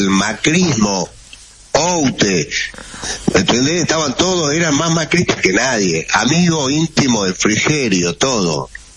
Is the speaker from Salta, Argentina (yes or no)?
yes; Salta, Argentina; Sí, porque somos salteños